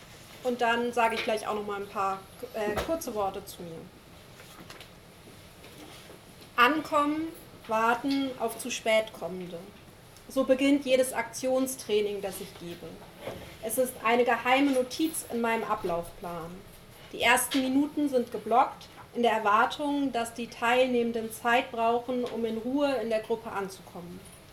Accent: Lower Saxony, Germany; born there; Genau, ich wurde im Wendland geboren, da seht ihr mich schlafend auf einer Atommüllblockade. Ich war 12 Jahre alt

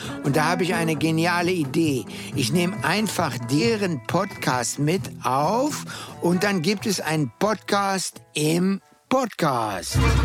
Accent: Berlin, Germany; Als Berliner ist das hier irgendwie viel zu voll hier.

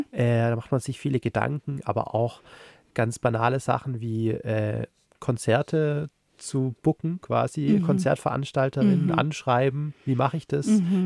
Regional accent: Unterensingen, Baden-Württemberg, Germany; aber auch nicht so weit weg von meiner Heimat Stuttgart-Region, Unterenzingen, Nürtingen.

